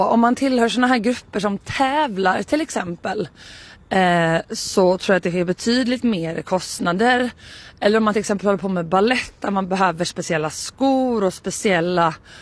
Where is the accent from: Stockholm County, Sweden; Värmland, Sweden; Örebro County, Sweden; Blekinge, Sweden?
Blekinge, Sweden; Karlskrona; jag är uppväxt i en mindre stad, jag kommer från Karlskrona